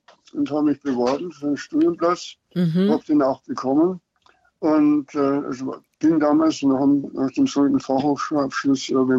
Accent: Bavaria, Germany; als ich als Niederbayer

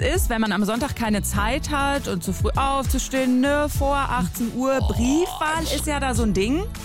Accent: Brandenburg, Germany; Du als Brandenburger und ich als Brandenburgerin

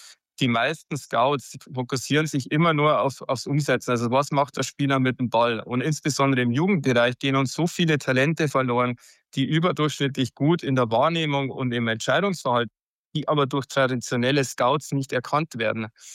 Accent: Germany; als Deutscher

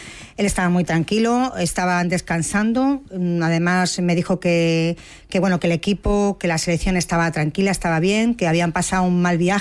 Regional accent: Spain; yo a él también le trasladé pues todo mi apoyo, no solamente como ministra, sino como española, como forofa del fútbol y de nuestra selección.

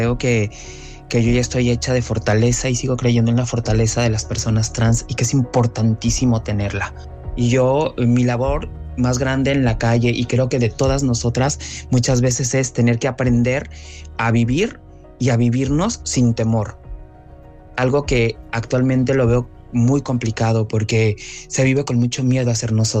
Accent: Mexico; moved away; Salí de México pensando que aquí encontraría un espacio más seguro.

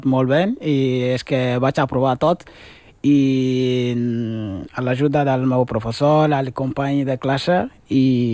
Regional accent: Algeria; now in Spain; Vaig arribar a Catalunya, d'Algèria, fins a Palma de Mallorca, i Palma de Mallorca a Barcelona.

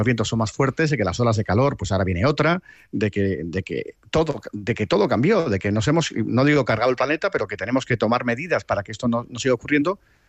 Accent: Andalusia, Spain; now in Madrid, Spain; yo soy andaluz, pero mi mujer es madrileña

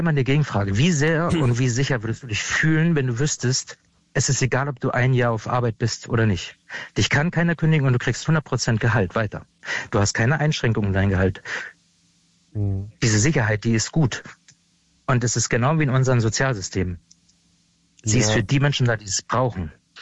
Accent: eastern Germany, Germany; moved away; ich komme ja aus dem Osten, ich komme ja genau aus dieser Region

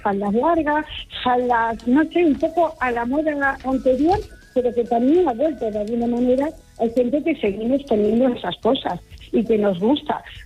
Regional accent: Madrid, Community of Madrid, Spain; Yo soy de Madrid.

